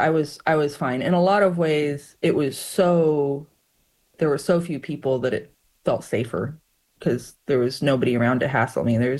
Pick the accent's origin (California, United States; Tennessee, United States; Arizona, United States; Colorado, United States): Arizona, United States; Tucson; now in Athens, Georgia, United States; I grew up in Tucson, Arizona, which is right on the U.S.-Mexico border.